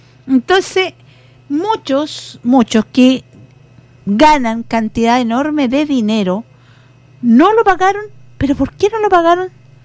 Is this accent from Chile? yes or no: yes; Chile